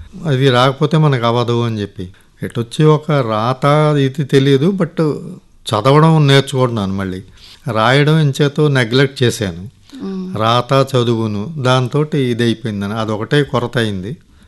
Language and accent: Telugu; Kakinada, Andhra Pradesh, India; also born or lived in Srikakulam; నేను మధ్య వరసలో పుట్టాను, శ్రీకాకుళం జిల్లా. అక్కడి నుంచి కాకినాడ మేనమావ తీసుకెళ్ళి 6 నుంచి ఆ కాకినాడలోనే చదివించారు.